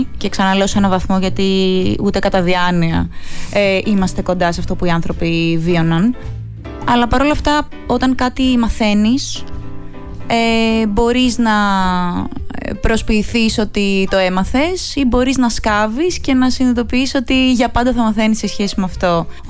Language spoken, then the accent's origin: Greek; Greece; δεν είναι μια δική μας κουλτούρα σαν Έλληνες